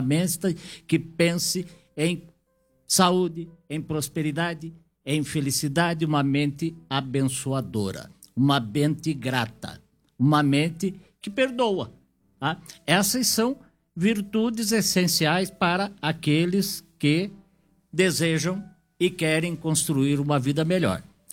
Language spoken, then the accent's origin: Portuguese; Brazil; nós somos brasileiros